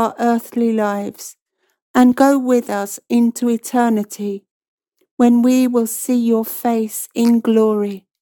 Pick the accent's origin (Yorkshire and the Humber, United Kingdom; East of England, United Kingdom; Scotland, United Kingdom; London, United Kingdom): East of England, United Kingdom; I'm from Cambridgeshire.